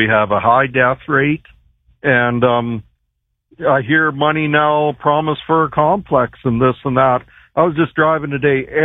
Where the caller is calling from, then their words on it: Osler, Saskatchewan, Canada; where I'm from, north of Saskatoon